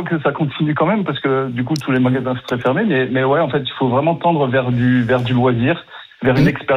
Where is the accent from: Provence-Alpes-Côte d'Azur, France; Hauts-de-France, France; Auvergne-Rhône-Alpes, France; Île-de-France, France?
Hauts-de-France, France; Calais; born there; moi, je suis né à Calais, exactement.